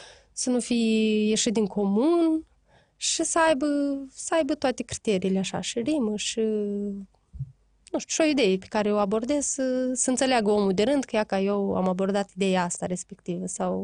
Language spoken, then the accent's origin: Romanian; Moldova; țin cont și de zona noastră, că suntem din Moldova, din Basarabia, nu încerc să mă duc în alte zone din România.